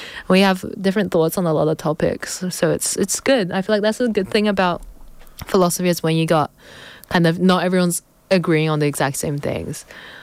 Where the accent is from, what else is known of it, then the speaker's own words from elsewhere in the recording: Canberra, Australian Capital Territory, Australia; I grew up in Canberra, so I got the whole Canberra school system